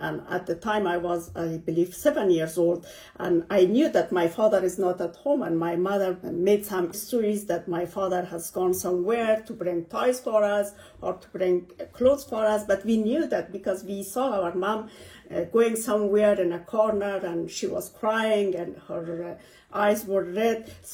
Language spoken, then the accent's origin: English; Kabul, Afghanistan; moved away; I was born in Kabul city and I lived in different parts of the city, mainly in Sharanao and also in Makrorayan later.